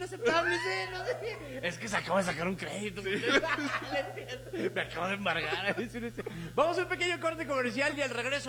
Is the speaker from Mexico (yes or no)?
yes; Sinaloa, Mexico; Sinaloa, mi tierra.